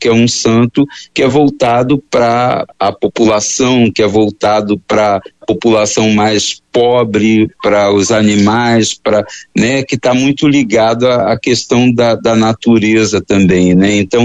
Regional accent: Rio de Janeiro, Brazil; Eu sou do Rio de Janeiro, e então, assim, eu tive na minha criação pouco contato com o Rio São Francisco

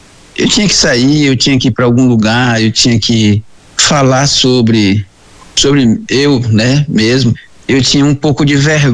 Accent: Boipeba Island, Bahia, Brazil; Eu nasci e me criei na comunidade, como falei anteriormente, numa comunidade chamada Cova da Onça, é uma comunidade tradicional pesqueira, que fica na ilha de Boipeba, pesco desde quando me entendo por gente, né?

